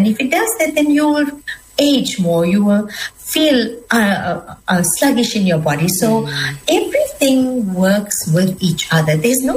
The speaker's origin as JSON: {"language": "English", "country": "India", "said": "So the one thing I think, as an Indian woman, I'm a small woman."}